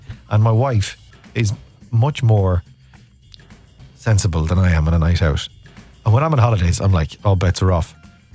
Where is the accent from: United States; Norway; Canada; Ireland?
Ireland; As an Irish person